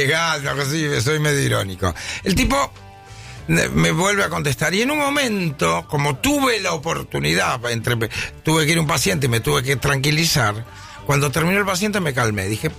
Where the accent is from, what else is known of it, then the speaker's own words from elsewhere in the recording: Argentina; ¿será que no aparezco porque yo soy argentino y ejerzo en Argentina, no en Colombia?